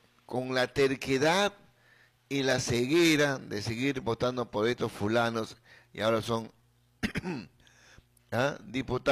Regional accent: Peru; como todo peruano que no nos gusta leer

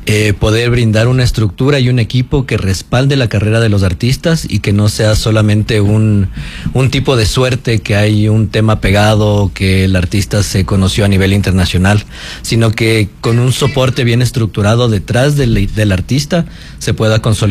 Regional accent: Ecuador

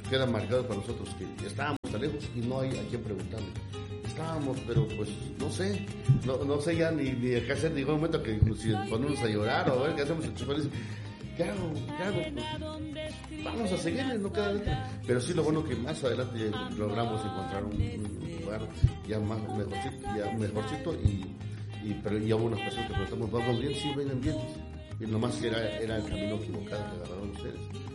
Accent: Ayutla Mixe, Oaxaca, Mexico; now in Oaxaca, Mexico; Yo soy originario de Ayutla Mije, vine a estudiar a la Escuela de Bellas Artes

